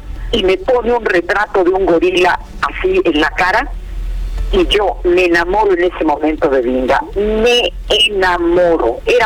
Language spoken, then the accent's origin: Spanish; Mexico; en mi país hay una situación muy difícil